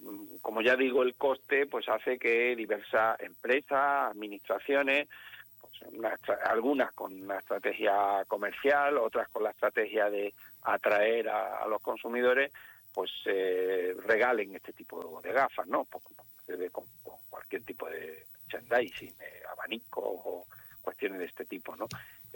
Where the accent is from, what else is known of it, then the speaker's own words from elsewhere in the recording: Granada, Andalusia, Spain; moved away; encantado de hablar en Granada, que es mi tierra, de la que yo hago patria constantemente.